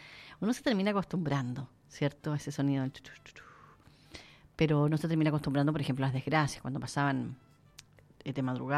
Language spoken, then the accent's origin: Spanish; Lanco, Los Ríos, Chile; moved away; cuando yo vivía en Lanco. Ahí nací, en Lanco.